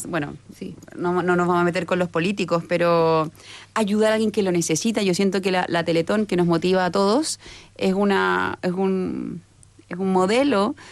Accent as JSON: {"language": "Spanish", "country": "Chile", "said": "todos somos chilenos"}